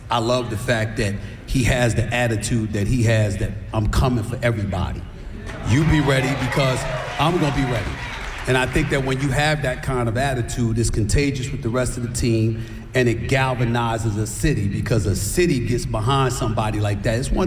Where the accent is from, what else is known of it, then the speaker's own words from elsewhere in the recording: New York, United States; I'm born and raised in New York.